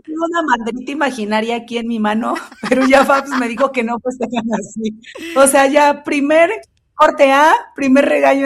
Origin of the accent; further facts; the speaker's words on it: Veracruz, Mexico; Fíjate, acá en México, o sea, en el estado de Veracruz, de donde yo soy, es también muy típico la empanada